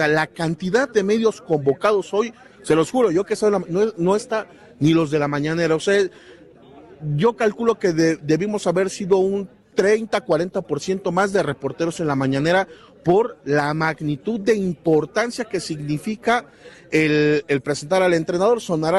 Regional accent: Ecatepec, State of Mexico, Mexico; Yo hoy que me levanté en mi pueblo allá en Ecatepec, dije, amanecimos a 10 grados centígrados en Ecatepec.

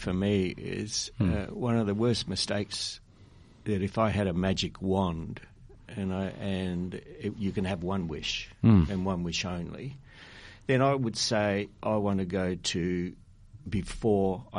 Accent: Melbourne, Victoria, Australia; born there; also born or lived in Italy; I was born in Italy, came out with my mum, my older brother, and a female cousin on the rickety boat Neptune.

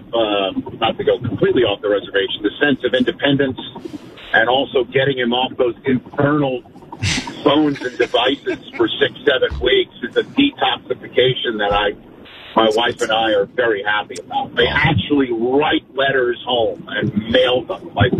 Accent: New York, United States; now in Southern California, United States; And listen, I'm a native New Yorker. I do love living in Southern California

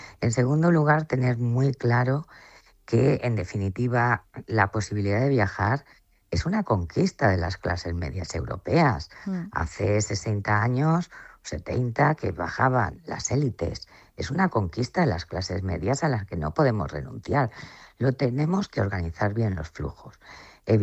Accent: Valencian Community, Spain; el 80% somos valencianos y valencianas

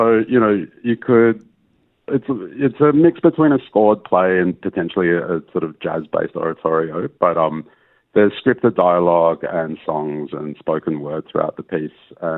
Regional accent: Papua New Guinea; I'm from Papua New Guinea

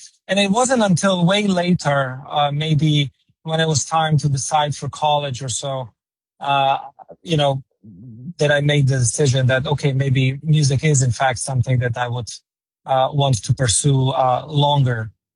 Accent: Slovenia; I come from Slovenia

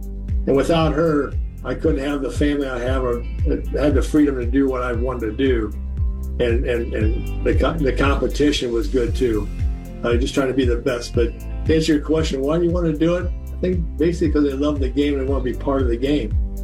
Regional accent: North Baltimore, United States; I would say, you know, I'm a hick from North Baltimore. Nobody ever expected me to do this.

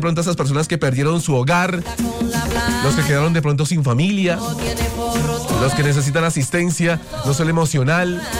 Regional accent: Colombia; Así somos los colombianos. No nos rendimos nunca, muchachos. Y hay que estar orgullosos de nosotros. Orgullosos de nuestra raza colombiana.

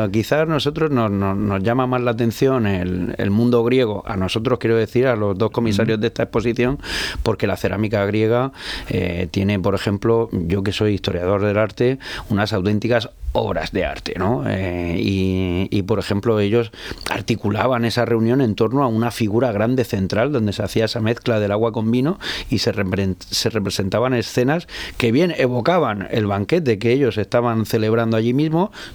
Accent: Region of Murcia, Spain; que yo vivo en el centro

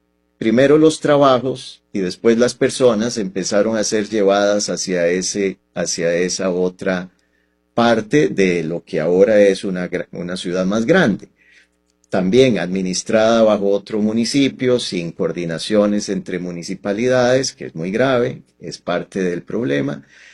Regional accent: San José, Costa Rica; Yo crecí en Montes de Oca y me declaro josefino.

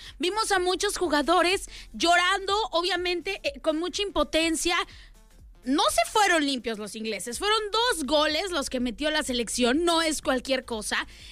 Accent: Mexico; Porque así somos los mexicanos.

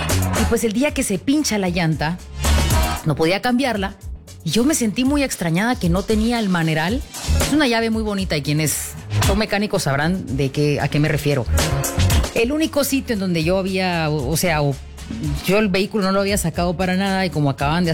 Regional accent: Guatemala

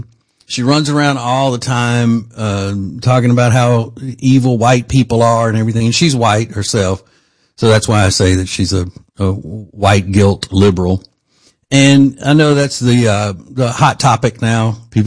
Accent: Charlotte, North Carolina, United States; Here I am from Charlotte, North Carolina, where I work and thrive in a big dangerous city.

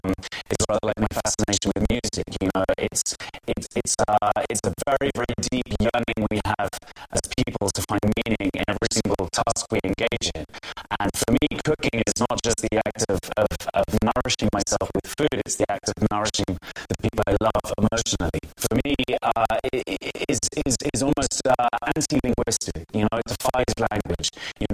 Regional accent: London, United Kingdom; moved away; the neighborhood I grew up in South London is very heavily South American, but also quite heavily Portuguese.

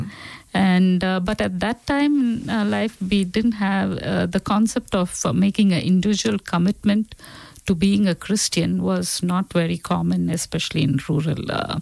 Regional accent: Tamil Nadu, India; Yeah, I grew up in South India in a state called Tamil Nadu. It was a very small town at that time when I grew up.

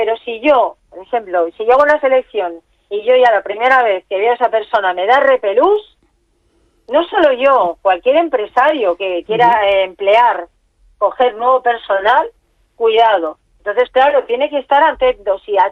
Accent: L'Hospitalet de Llobregat, Catalonia, Spain; Bueno, ya habréis notado que tengo el acento de aquí, ¿no?

